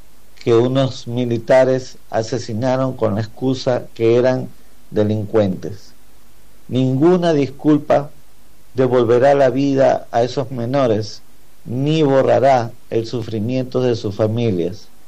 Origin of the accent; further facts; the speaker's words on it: Ecuador; nuestro país, el Ecuador.